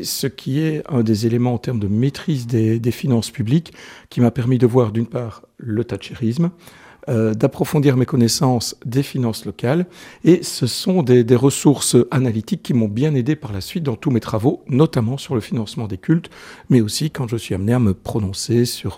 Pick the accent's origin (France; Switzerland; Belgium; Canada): Belgium; Namur, Wallonia; born or raised there